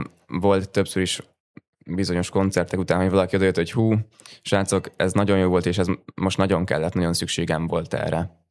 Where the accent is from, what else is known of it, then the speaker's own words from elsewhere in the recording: Gödöllő, Pest, Hungary; mi Gödöllőn nőttünk fel